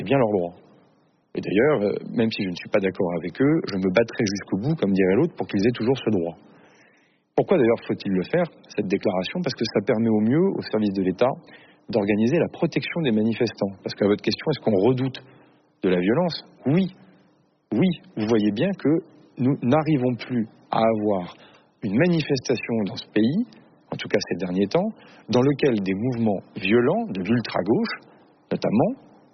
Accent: Vernon, Normandy, France; Moi, le week-end, je suis dans la ville dans laquelle je suis élu, dans laquelle j'ai grandi, à Vernon, dans l'Eure.

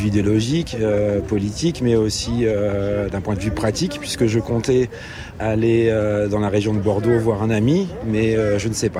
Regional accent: Brussels, Brussels-Capital Region, Belgium

